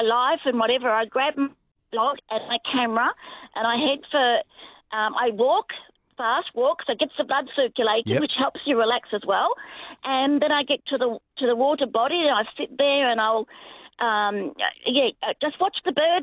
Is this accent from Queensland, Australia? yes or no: no; Ballarat, Victoria, Australia; I grew up in Ballarat, not far from Lake Wendouree.